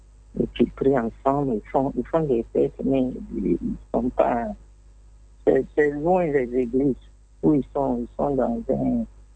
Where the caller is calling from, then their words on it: Angers, Pays de la Loire, France; Je vous appelle d'Angers.